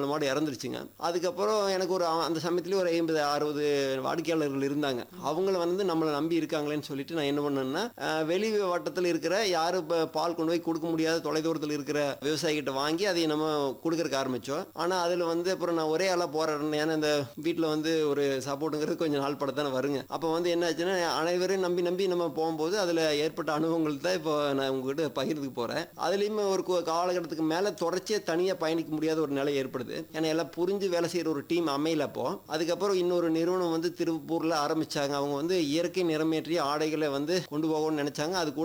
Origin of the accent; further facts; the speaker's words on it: Ooty, Tamil Nadu, India; நான் பிறந்து வளர்ந்ததெல்லாம் ஊட்டிலிங்க. ஊட்டியில் அணிக்குறைங்கிற ஊரில் நான் படித்தேன்.